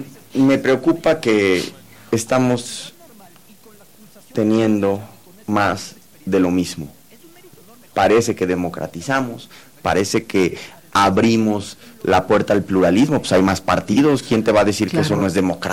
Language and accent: Spanish; Mexico